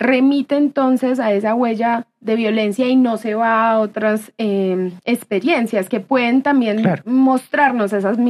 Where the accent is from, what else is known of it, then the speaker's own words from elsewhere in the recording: Colombia; al conflicto que como sociedad hemos vivido, como colombianos hemos vivido